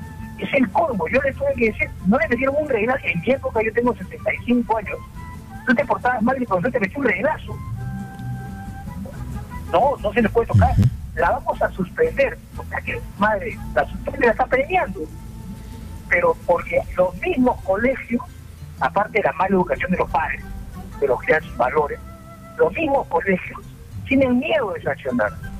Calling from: Lima, Peru; de Surco.

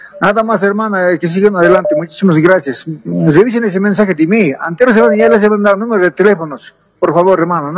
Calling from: La Paz, Bolivia; estoy llamando del Departamento de La Paz

